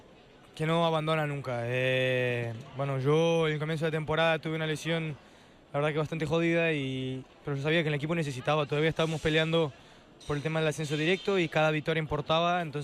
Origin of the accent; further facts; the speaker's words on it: Brazil; now in A Coruña, Spain; yo soy de Brasil, salí muy, muy temprano de casa